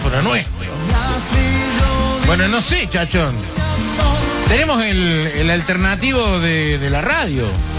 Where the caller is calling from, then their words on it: La Dormida, Mendoza, Argentina; Acá está frío en Mendoza. Los felicito por el programa, Leo y Daniel. … de La Dormida, Mendoza. La gente de La Dormida en Mendoza